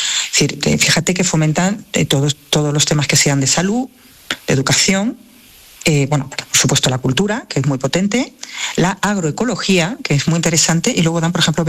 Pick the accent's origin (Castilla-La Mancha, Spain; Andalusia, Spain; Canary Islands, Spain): Andalusia, Spain; Y me hace descubrir otra mirada hacia lo que hacemos en Andalucía o lo que hacemos en España